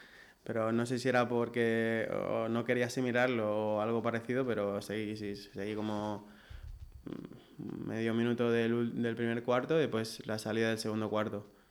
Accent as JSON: {"language": "Spanish", "town": "Campos", "region": "Balearic Islands", "country": "Spain", "said": "yo empecé a jugar en el Campos, yo soy de Campos, pues empecé a jugar allí a los... No sé si tendría 6 años"}